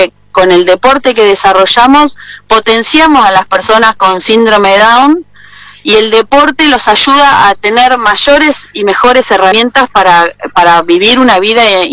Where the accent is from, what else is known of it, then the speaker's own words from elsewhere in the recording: Mar del Plata, Buenos Aires Province, Argentina; De Mar del Plata.